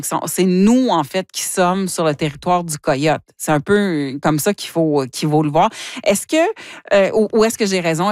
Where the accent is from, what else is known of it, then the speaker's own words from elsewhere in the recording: Ontario, Canada; c'est sûrement la fille du Nord, je viens du Nord de la province